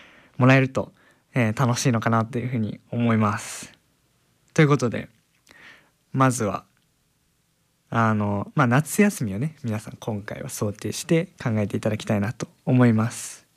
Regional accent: Gifu, Japan; 僕の地元岐阜とかはそれこそ酷暑日ですよね、40度超えるとか超えない日もまあなくはないけどみたいな、すごい上がる時はとんでもなく上がるっていうのが岐阜なんですけれども

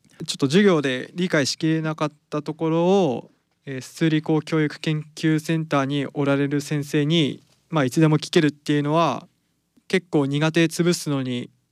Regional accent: Toyama, Japan; はい、僕富山から来ました。

